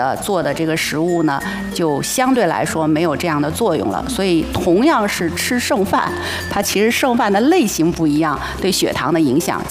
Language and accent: Chinese; Beijing, China; 其实我作为老北京，我也特别喜欢吃这个红薯